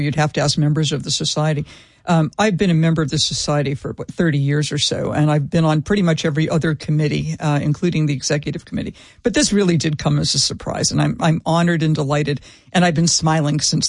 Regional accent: North Dartmouth, Massachusetts, United States; I grew up in North Dartmouth, Massachusetts. So if you know the neighbor, it's in between New Bedford and Fall River, or New Bedford and Fall River. And it was predominantly Portuguese Roman Catholic.

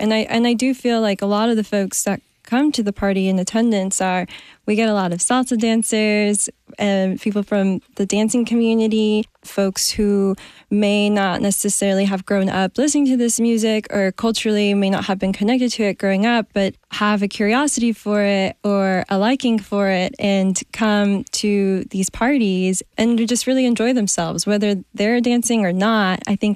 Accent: Nashville, Tennessee, United States; My family's from Mexico, and I grew up here in Nashville, and I think listening to salsa and cumbia and rancheros

